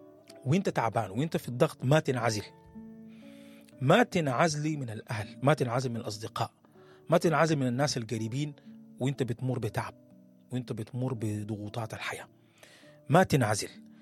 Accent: Sudan; كسوداني بنحب الاجتماعيات

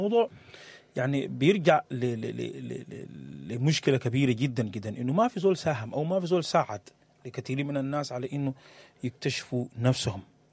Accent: Sudan; إحنا يعني كسودانيين

